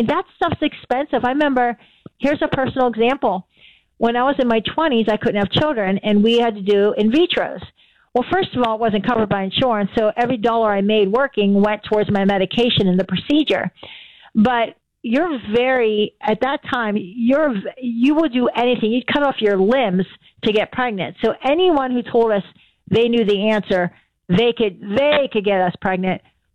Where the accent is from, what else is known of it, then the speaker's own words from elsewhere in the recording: Pittsburgh, Pennsylvania, United States; I'm from Pittsburgh.